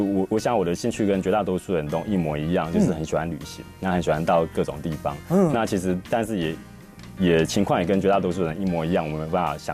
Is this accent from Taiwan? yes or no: yes; Taiwan